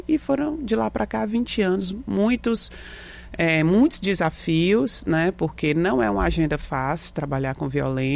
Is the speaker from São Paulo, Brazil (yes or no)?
no; Fortaleza, Ceará, Brazil